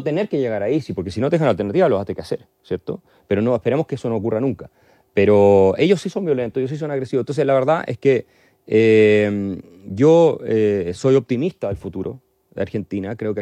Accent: Germany; Spanish is a second language; yo soy alemán, pero Alemania es un país que es un desastre completo

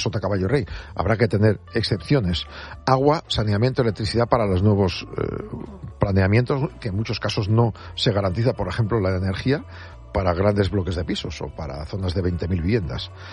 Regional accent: Castile and León, Spain; Por ejemplo, en mi pueblo, en Burgos, un pueblo pequeñito, por 200 euros tienes un piso alquilado.

